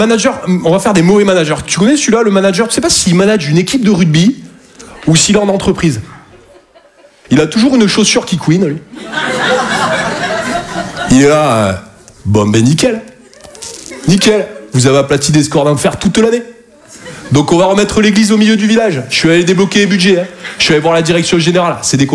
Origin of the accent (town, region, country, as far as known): Toulouse, Occitanie, France